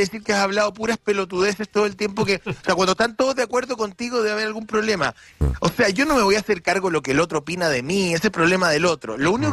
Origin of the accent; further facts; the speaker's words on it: Chile; Yo soy orgullosamente chileno, orgullosamente chileno. Mi país tiene una geografía maravillosa, tiene una historia maravillosa, tiene gastronomía espectacular, tiene artesanía espectacular.